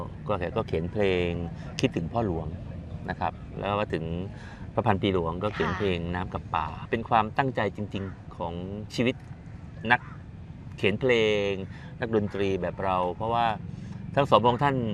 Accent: Southern Thailand, Thailand; accent: Southern Thai dialect

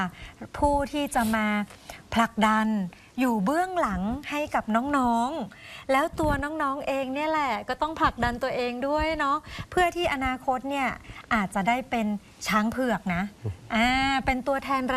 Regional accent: Northern Thailand, Thailand; เราเป็นคนเหนือเราเป็นคนเมือง

